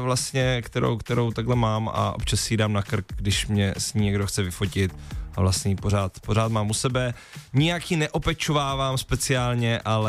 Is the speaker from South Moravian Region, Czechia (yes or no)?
yes; Brno, South Moravian Region, Czechia; a já budu nejvíc rád, když přijdete a oslavíme to všichni spolu v mým rodném městě v Brně.